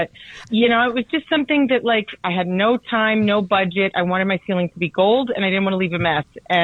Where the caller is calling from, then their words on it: New York, United States; from Astoria.